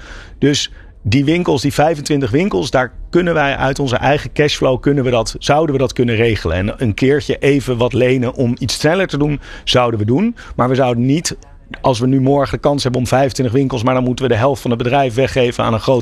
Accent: Amsterdam, North Holland, Netherlands; En dat is natuurlijk voor ons makkelijker omdat we uit Amsterdam komen.

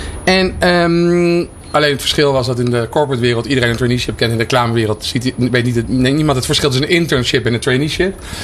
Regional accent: Amsterdam, North Holland, Netherlands; We komen allebei uit Amsterdam-Noord.

